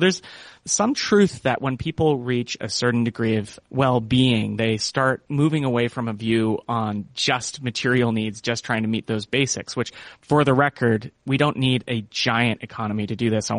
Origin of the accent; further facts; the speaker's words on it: California, United States; We have the California Air Resources Board back in my home state